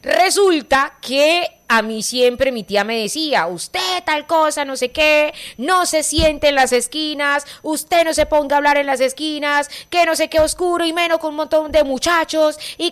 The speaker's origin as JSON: {"language": "Spanish", "town": "Cúcuta", "region": "Norte de Santander", "country": "Colombia", "tie": "born or raised there", "also_born_or_lived": "the Caribbean coast of Colombia", "said": "Y desde los 3 años vivo en Cúcuta. Yo soy de otra parte, yo soy de la costa, pero me trajeron"}